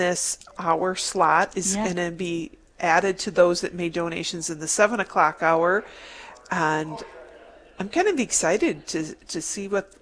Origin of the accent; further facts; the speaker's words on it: Mitchell, South Dakota, United States; from Mitchell.